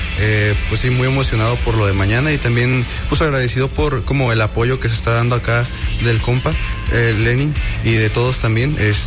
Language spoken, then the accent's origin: Spanish; State of Mexico, Mexico; No, soy de Estado de México.